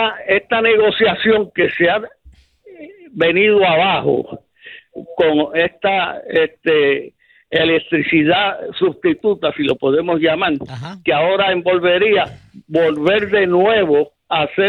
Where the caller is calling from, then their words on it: San Juan, Puerto Rico; de Río Piedra.